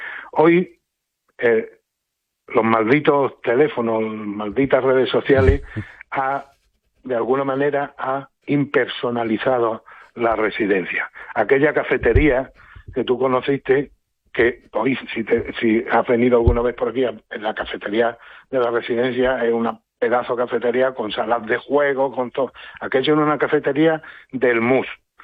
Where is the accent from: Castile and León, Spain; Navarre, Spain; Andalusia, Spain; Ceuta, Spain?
Ceuta, Spain; yo no soy el único medallista ceutí